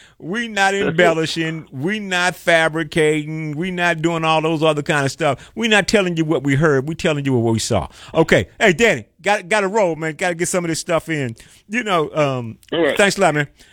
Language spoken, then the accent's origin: English; East Coast, United States; now in Chicago, United States; I mean, I'm from the East Coast. If you had told me I'd be in Chicago 40, almost 45 years plus.